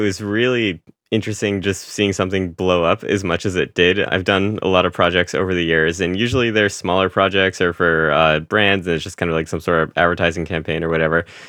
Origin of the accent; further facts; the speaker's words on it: Rhode Island, United States; I'm not from Boston, but I grew up in New England. I grew up in Rhode Island, so pretty close by.